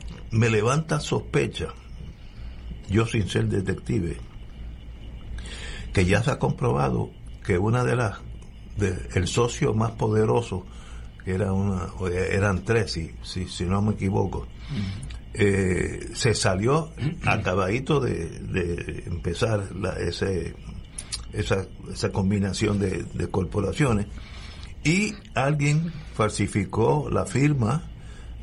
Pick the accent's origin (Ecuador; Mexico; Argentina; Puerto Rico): Puerto Rico; soy puertorriqueño, llevo aquí 130 años viviendo y conozco mi país.